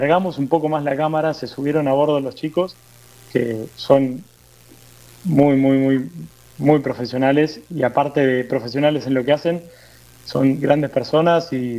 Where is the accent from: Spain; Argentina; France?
Argentina; Buenos Aires; Somos de la costa. De la costa. De Buenos Aires.